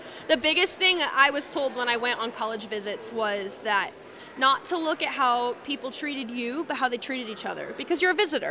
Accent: Pierce, Nebraska, United States; now in Seward, United States; I'm from Pierce, Nebraska, which is about 20 minutes north of here. It's like about 1,800 people. So it's still small and definitely community aspect, but getting to see Seward was cool because it's bigger, obviously, than my hometown.

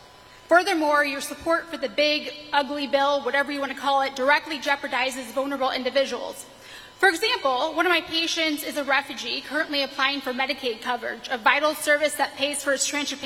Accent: Bellevue, Nebraska, United States; I'm a dialysis social worker, and I'm from Bellevue.

